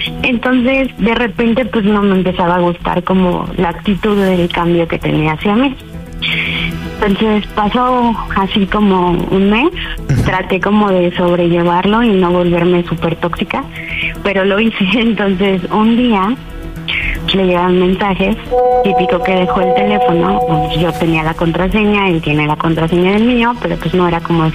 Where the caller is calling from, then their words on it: Cuernavaca, Morelos, Mexico; Tengo 38 años y soy de Cuernavaca.